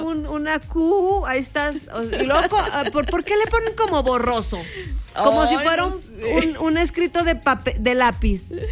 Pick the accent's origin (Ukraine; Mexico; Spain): Mexico; Como mexicana, yo también digo, pues es que no.